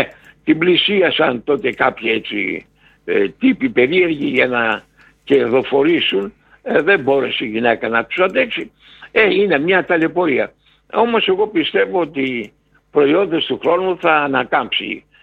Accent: Peloponnese, Greece; Εγώ είμαι από τη Ιωνική ποταμιά του Μοριά. Είμαι από εκεί που ξεκίνησε ο Κολοκοτρώνης να πατήσει την Πολτσά.

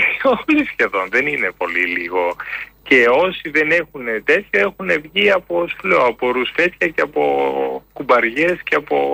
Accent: Epirus, Greece; also born or lived in Ioannina; Εγώ μεγάλωσα, μάλλον γεννήθηκα στα Γιάννενα. Και μεγάλωσα σε ένα μικρό χωριό, στα Ορεινά, στην Ήπειρο.

